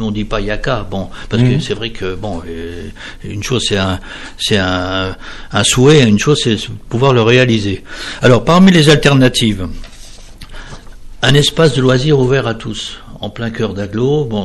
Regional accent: Longwy, Grand Est, France; je suis de Longwy

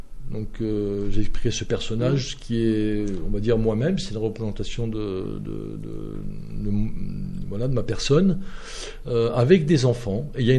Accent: France; born there; Moi je ne viens pas d'Algérie, je suis né en France, mais j'ai repris contact avec ma famille là-bas.

